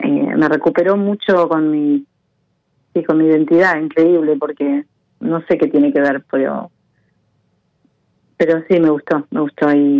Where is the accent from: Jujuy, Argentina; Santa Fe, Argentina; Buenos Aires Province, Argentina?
Buenos Aires Province, Argentina; Necochea; No, soy de Argentina, pero sí. de una ciudad costera en el sur de Buenos Aires, pero no creo que la conozca nadie. Se llama Necochea.